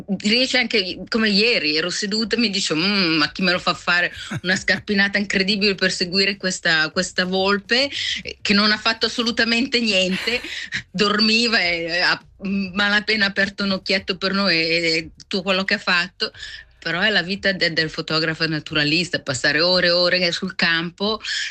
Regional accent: Switzerland; Svizzera.

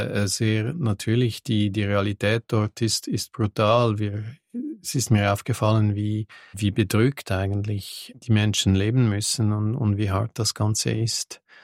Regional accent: Lake Geneva, Switzerland; Ich bin am Genfersee aufgewachsen und dann das Meer zieht mich extrem an.

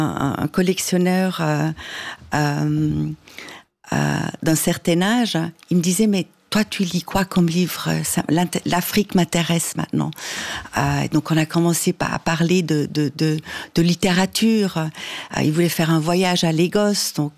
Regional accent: Neuchâtel, Switzerland; alors que je suis de Neuchâtel

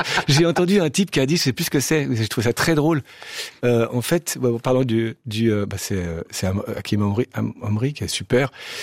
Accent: Switzerland; now in France; Je vote pas en France parce que je suis suisse

